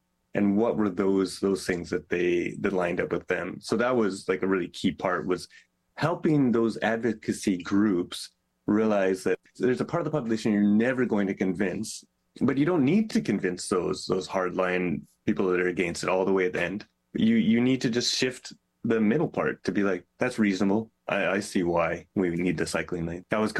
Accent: Saskatoon, Saskatchewan, Canada; places like my hometown, Saskatoon, Saskatchewan, right?

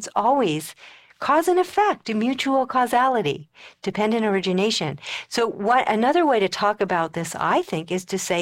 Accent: Colorado, United States; You know, I like California. I come from Colorado. It's bone dry there, so my hair is really straight.

